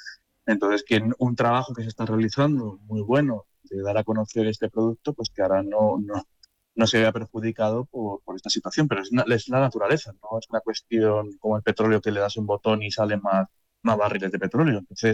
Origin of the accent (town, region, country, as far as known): Spain